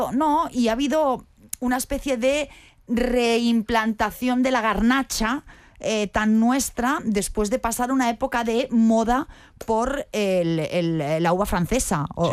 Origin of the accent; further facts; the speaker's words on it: Barcelona, Catalonia, Spain; me dijo, ¿pero tú de dónde vienes? Digo, yo de Barcelona.